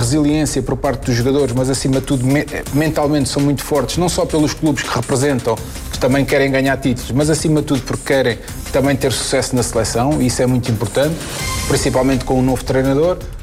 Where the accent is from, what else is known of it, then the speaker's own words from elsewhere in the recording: Portugal; como português que sou